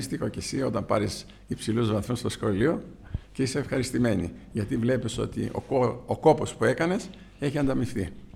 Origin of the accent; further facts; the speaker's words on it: Epanomi, Central Macedonia, Greece; θέλησα να αναβιώσω την αμπελοκαλλιέργεια στην επανομή που ήταν το χωριό μου.